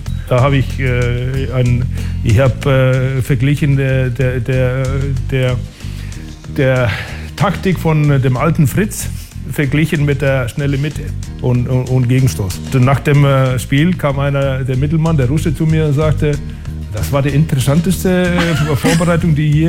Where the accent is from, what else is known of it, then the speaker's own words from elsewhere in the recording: Akureyri, Northeastern Region, Iceland; German is a second language; moved away as an adult; also born or lived in Reykjavik; now in Germany; ich komme aus Alcorrede, Nordisland.